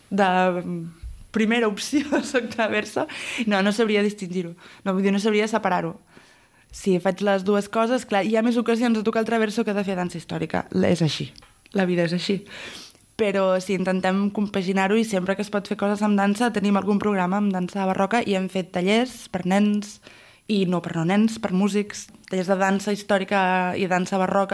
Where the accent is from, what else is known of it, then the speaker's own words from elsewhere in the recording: Menorca, Balearic Islands, Spain; Som de Menorca, sí.